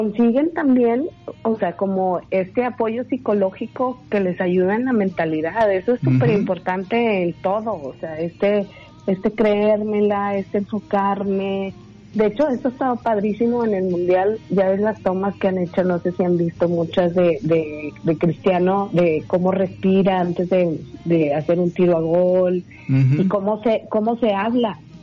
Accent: Mexico

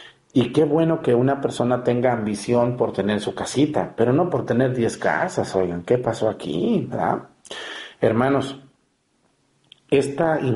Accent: Mexticacán, Jalisco, Mexico; moved away

